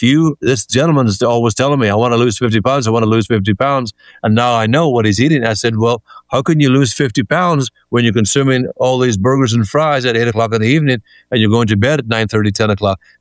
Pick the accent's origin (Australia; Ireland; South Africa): Ireland; now in California, United States; People talk a good talk out here in California, because I come from Ireland.